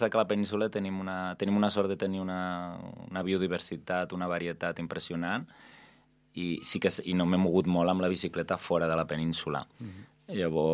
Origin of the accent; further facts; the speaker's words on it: Tarragona, Catalonia, Spain; moved away; Jo baixo a Tarragona perquè meus pares viuen allà, jo sóc de Tarragona